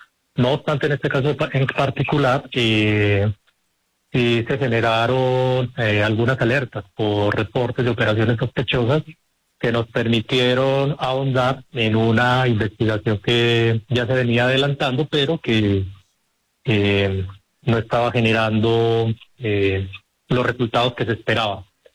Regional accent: Colombia; como muchos colombianos, estamos cansados de la manera como se saquea o se desfalca el sistema de salud.

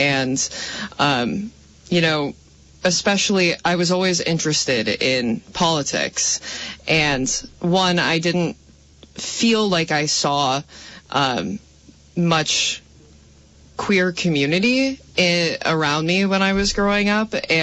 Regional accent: Island Pond, Vermont, United States; I grew up in the very small town of Island Pond up in the Northeast Kingdom.

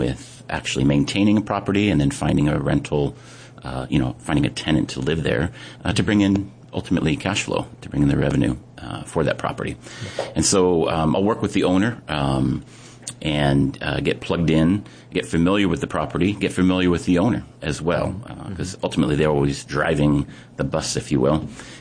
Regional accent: Apple Valley, California, United States; born there; moved away as an adult; now in Hawaii, United States; So I was born in Apple Valley, California. It's a little town in the high desert of Southern California. And when I was about 23, I joined the Air Force.

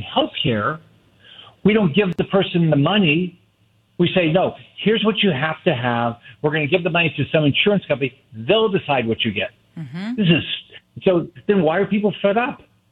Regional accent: Midwest, United States; In my lifetime, well, I grew up in the Midwest.

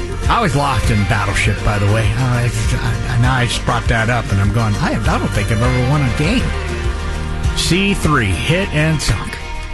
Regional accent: New Hampshire, United States; growing up in New Hampshire, I was a huge Revolutionary War history buff as a young man and continue to be.

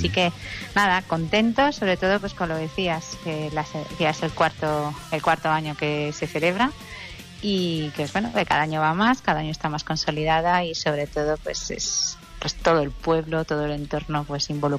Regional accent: Celadas, Aragon, Spain; en mi pueblo, en Celadas

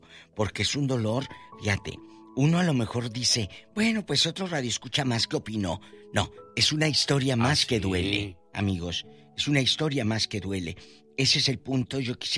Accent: Matamoros, Tamaulipas, Mexico; Muy cerquita de mi Matamoros, allá en Reynosa, McAllen

